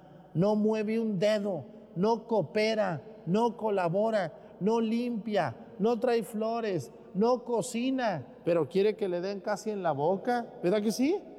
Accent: Mexticacán, Jalisco, Mexico; born there; moved away; allá en mi pueblo, en Mesticacán

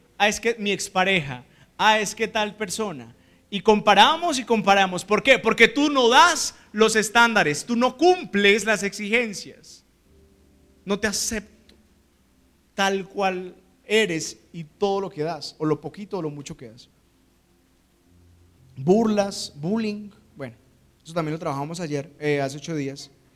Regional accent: Puerto Rico, Caquetá, Colombia; now in Medellín, Colombia; yo de 10 años yo andaba por ese pueblito. Los que no saben, yo soy de Puerto Rico, Caquetá, del sur del país.

